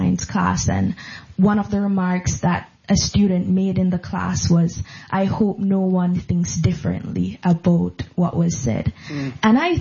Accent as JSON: {"language": "English", "country": "Jamaica", "tie": "born or raised there", "lives_now": "United States", "said": "I'm originally from Jamaica. So coming to America for the first time in 2016, to know being a rising senior at Williams College in Massachusetts, it was a very big transition for me. I grew up in a very rural community in Jamaica"}